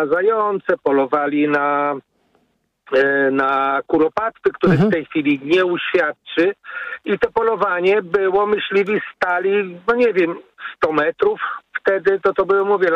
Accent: Warsaw, Masovian Voivodeship, Poland; Ja pamiętam jeszcze, bo ja pochodzę z Warszawy, ale mieszkam jakby na obrzeżach Warszawy.

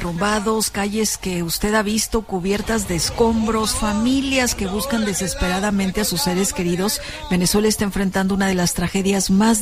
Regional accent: Mexico; como mexicana que soy

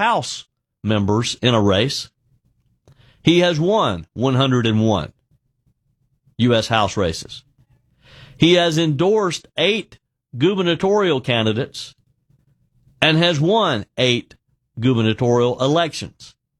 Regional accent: South Carolina, United States; U.S. Senator Lindsey Graham, again, from my home state of South Carolina.

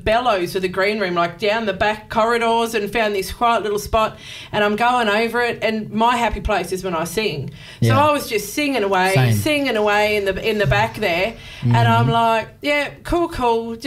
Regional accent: Mount Barker, South Australia, Australia; born there; I might be a bit biased because I was born in Mount Barker.

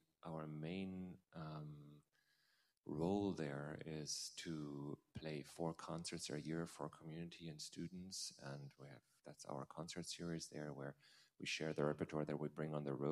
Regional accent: Germany; moved away as an adult; now in United States; I grew up in Germany and was educated there, and then studied in the States

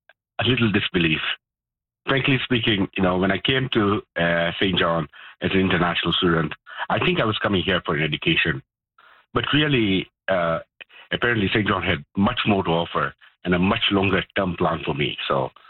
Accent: Kenya; moved away as an adult; now in New Brunswick, Canada; I'm originally from Kenya, and back in the year 2003, I was looking for an education

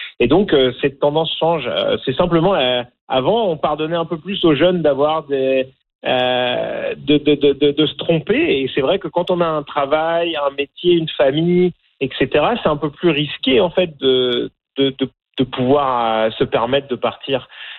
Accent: France; accent: French of France; moved away as an adult; now in Canada; J'ai un accent français de France. Pourtant, ça va faire 20 ans, plus de 20 ans que je vis au Canada, que je suis canadien

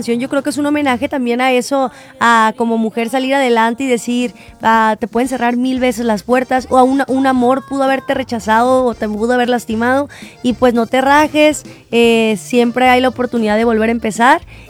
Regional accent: Guadalajara, Jalisco, Mexico; la música me ha guiado y me ha traído acá, a mi tierra tapatía, a traerles un nuevo lanzamiento que se llama

